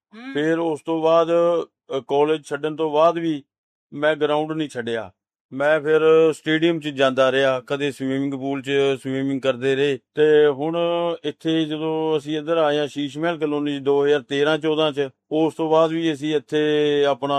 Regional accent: Bathinda, Punjab, India; ਤੇ ਸਾਡਾ ਤਾਂ ਜਨਮ ਸਥਾਨ ਇੱਥੋਂ ਦਾ ਹੀ ਹੈ, ਬਠਿੰਡੇ ਦਾ ਹੀ ਹੈ, ਅਸੀਂ ਬਠਿੰਡੇ ਦੇ ਜੰਮੇ ਪਲੇ ਹਾਂ।

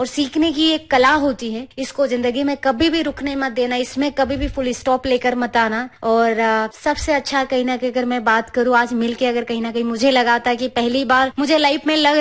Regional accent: Madhya Pradesh, India; मतलब मैं उस जगह से आती हूँ, तो मैं बहुत बड़ी आभारी ऊपर वाले की भी कि मैं भारत के दिल से आई हूँ।

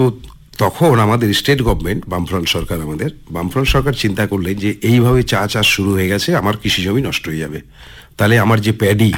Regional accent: West Bengal, India; আমরা উত্তরবঙ্গের

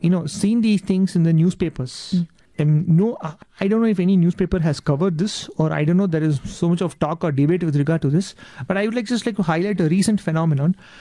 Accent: India; first language Tamil; English is a second language; Like, for example, my mother tongue is Tamil. I'm proud to say that my mother tongue is Tamil.

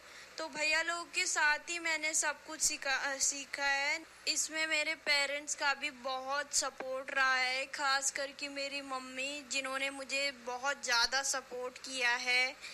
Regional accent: Margaon, Uttarakhand, India; मैं पौड़ी डिस्ट्रिक्ट से हूँ। मेरे गाँव का नाम मरगाँव है, जो कि खिरसू ब्लॉक में आता है। मेरे क्रिकेट की स्टार्टिंग गांव से हुई है।

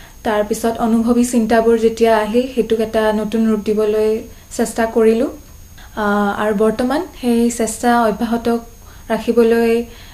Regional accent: Guwahati, Assam, India; also born or lived in Delhi; মোৰ জন্ম গুৱাহাটীতে। মই স্কুলিং কৰিছোঁ ছেইণ্ট ষ্টিফেন স্কুল গুৱাহাটী, খ্ৰীষ্টান বস্তিত।

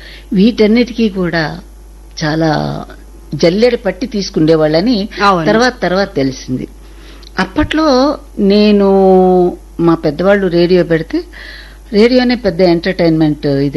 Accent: Vijayawada, Andhra Pradesh, India; also born or lived in Kanchikacherla; నా బాల్యం అంటే నేను పుట్టింది పెరిగింది అంతా విజయవాడ అండి.

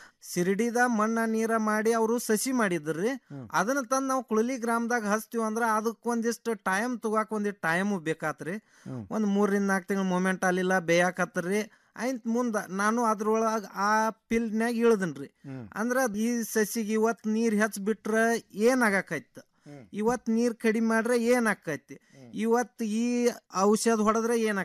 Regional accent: Mudhol, Karnataka, India; ನಾವು ಈಗ ಮುದೋಳದವ್ರು, ಈಗ ಧಾರವಾಡದಾಗ ಬಂದ್ ಸಟ್ ಹಾಕಿವಿ

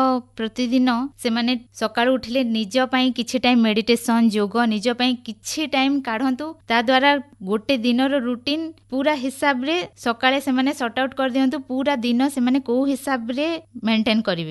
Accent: Burla, Odisha, India; born there; ଆଜ୍ଞା, ମୋର ଜନ୍ମ ତ ବୁର୍ଲାରେ, ବାକି ବାହାଘର ଠିକ ହେଇଛି ସୋହେଲା ବ୍ଲକରେ ଭିତରେ ଗୋଟେ ଗାଁରେ।

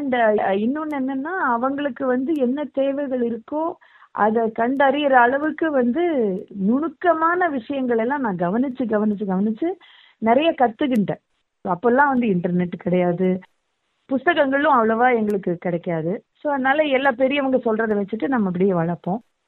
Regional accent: Chennai, Tamil Nadu, India; நான் சென்னையில் இருக்கேன். பிறந்து வளர்ந்தது எல்லாமே சென்னையில் தான். என்னுடைய பூர்வீகம் பார்த்தீங்கன்னாக்கா எங்கள் அப்பா அம்மாவுடைய பூர்வீகம் தான் சென்னையை விட்டு வெளியில்

